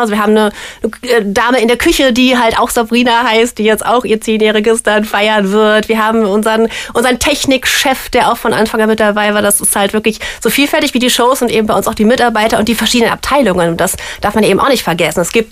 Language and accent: German; Bonn, North Rhine-Westphalia, Germany; Ich bin selber auch Rheinländerin, so Urbonnerin.